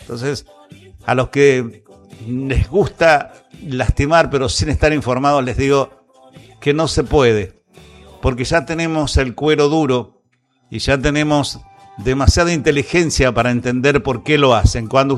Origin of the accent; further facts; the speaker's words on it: Argentina; ya sabemos que somos argentinos